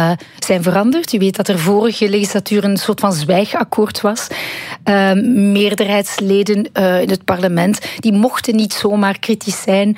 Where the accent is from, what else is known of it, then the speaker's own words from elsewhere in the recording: Ghent, Flanders, Belgium; ook gewoon een Vlaamse ben. Ik ben van Gent, ik ben van Vlaanderen.